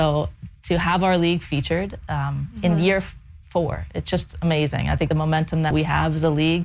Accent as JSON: {"language": "English", "country": "Canada", "said": "As a Canadian hockey player, you know, you grew up with Saturday nights, Hockey Night in Canada."}